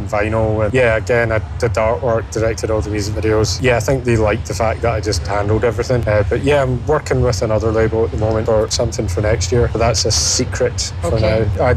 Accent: Paisley, Scotland, United Kingdom; now in Glasgow, United Kingdom; I'm originally from Paisley, but live in Glasgow, and I'm a musician and visual artist.

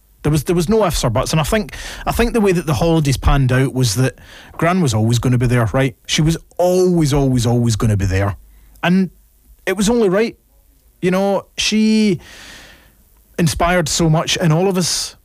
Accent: Ireland; accept this is who we are as the Irish

